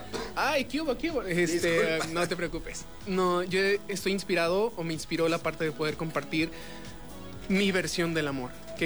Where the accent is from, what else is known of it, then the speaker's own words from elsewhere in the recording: León, Guanajuato, Mexico; Soy de aquí de León, llevo aquí panza verde toda la vida.